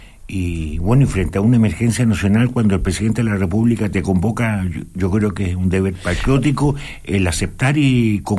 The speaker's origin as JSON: {"language": "Spanish", "country": "Chile", "said": "yo soy chileno."}